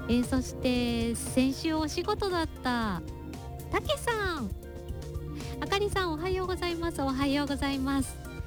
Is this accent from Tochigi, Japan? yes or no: yes; Tochigi, Japan; 僕は栃木県出身ですが、栃木県でも甲子園出場校が決定しました。